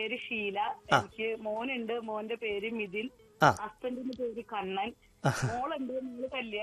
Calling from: Kochi, Kerala, India; എന്റെ വീട് എടപ്പള്ളി.

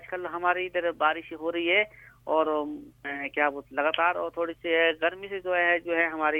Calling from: Kotkhai, Himachal Pradesh, India; कोटखाई से।

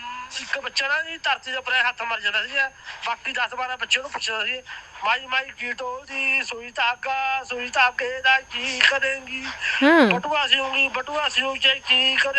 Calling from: Malerkotla, Punjab, India; ਲੋਹਾ ਬਾਜ਼ਾਰ ਮਲੇਰਕੋਟਲਾ ਤੋਂ ਬੋਲਦਾ

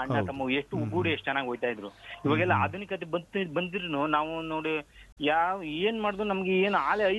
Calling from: Mandya, Karnataka, India

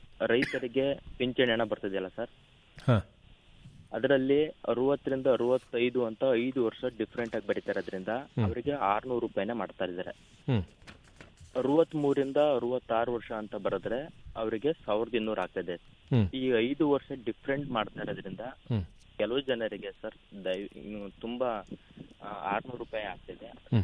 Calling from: Karnataka, India; ಚಂದ್ರಪಟ್ಟಣದಿಂದ sir.

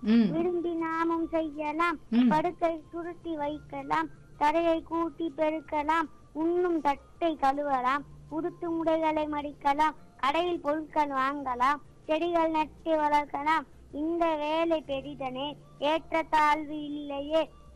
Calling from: Madurai, Tamil Nadu, India; நான் மதுரை.

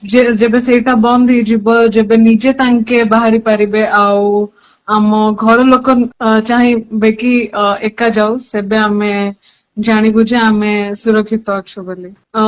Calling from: Jeypore, Odisha, India; ମୁଁ ଜୟପୁରରୁ କହୁଛି।

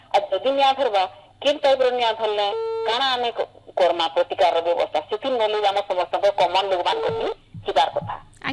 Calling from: Bargarh, Odisha, India; ହଁ, ଆମେ ବରଗଡ଼ରୁ କହୁଛେ

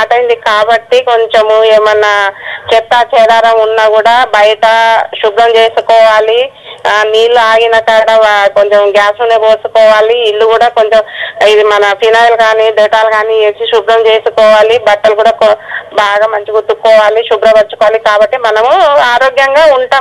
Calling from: Kothagudem, Telangana, India; నేను కొత్తగూడెం బర్మకామ్ నుంచి మాట్లాడుతున్నా మేడం.

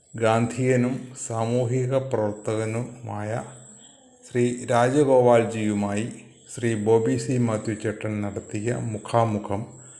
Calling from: Kakkur, Kerala, India

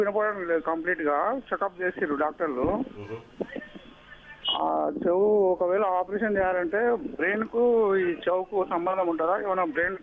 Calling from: Ranga Reddy district, Telangana, India; నేను రంగారెడ్డి జిల్లా నుంచి.

